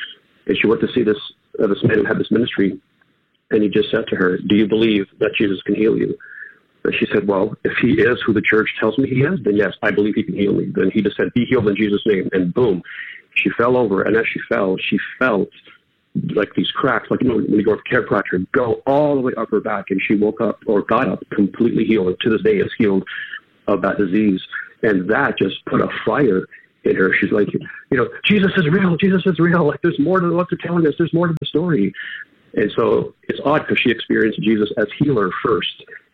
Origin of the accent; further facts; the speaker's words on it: Canada; also born or lived in Portugal; So I'm 50 now, and I was born in Portugal, and my parents immigrated to Canada when I was just over 2 years old. So although I have Portuguese roots, you know, I'm fully Canadian, haven't been here 48 years.